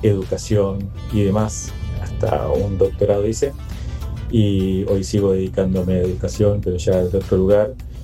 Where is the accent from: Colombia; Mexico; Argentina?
Argentina; Entre Ríos; moved away as an adult; now in Buenos Aires, Argentina; Nací en un pueblo del interior de las provincias de Entre Ríos